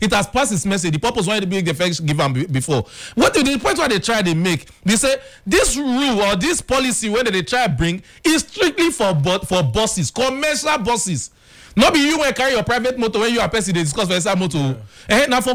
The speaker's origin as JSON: {"language": "English", "country": "Ghana", "said": "I come from Ghana."}